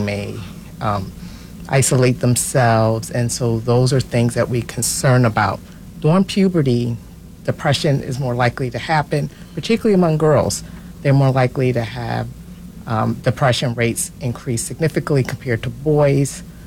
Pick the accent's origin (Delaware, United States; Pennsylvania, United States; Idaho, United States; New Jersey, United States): Pennsylvania, United States; Philadelphia; I came from Mount Airy